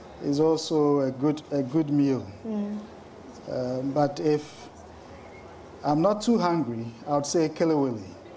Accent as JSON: {"language": "English", "country": "Ghana", "said": "And also, of course, as a Ghanaian, you see Ghanaians have a way to tell from the shape of heads which places people come from."}